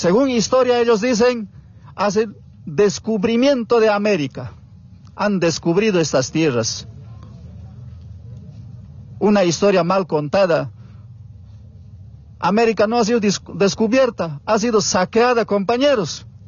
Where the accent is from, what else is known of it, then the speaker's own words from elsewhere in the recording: Bolivia; nosotros somos originarios de aquí de Bolivia.